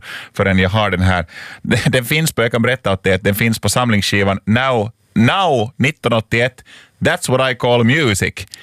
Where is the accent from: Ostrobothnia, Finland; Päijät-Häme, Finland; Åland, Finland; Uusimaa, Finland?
Uusimaa, Finland; Lapinjärvi; jag kommer själv från Östra Nyland, från Lappträsk, och där finns det många som heter som riktiga efternamn Lustig.